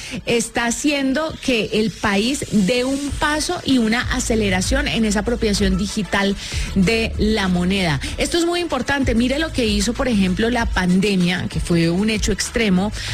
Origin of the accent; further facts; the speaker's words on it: Colombia; como en nuestro querido país Colombia